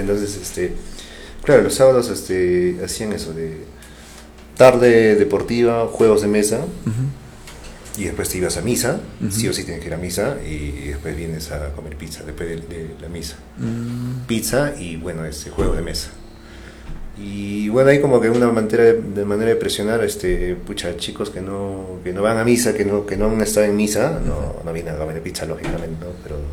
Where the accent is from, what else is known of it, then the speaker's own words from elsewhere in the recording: Limatambo, Cusco, Peru; now in Huarán, Peru; soy de Limatambo.